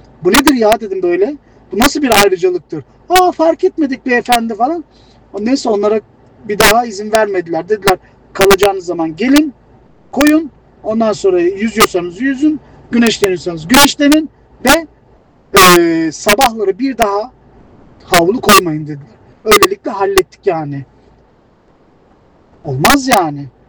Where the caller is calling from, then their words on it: Frankfurt, Hesse, Germany; ben … Frankfurt'tan.